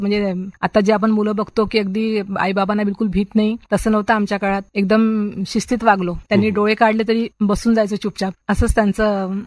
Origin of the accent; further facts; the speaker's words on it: Bedgaon, Maharashtra, India; माझं गाव बेडगाव.